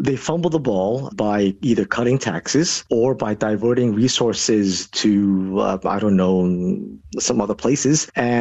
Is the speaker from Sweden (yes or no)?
yes; Malmö, Skåne, Sweden; When I travel to other parts of Europe and I tell them I'm from Malmo, they're like, oh, yeah, that's a very dangerous place.